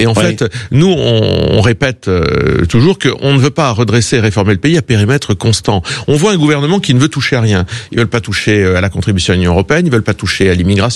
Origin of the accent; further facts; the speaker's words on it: Hauts-de-France, France; born there; Je suis nordiste et picard de naissance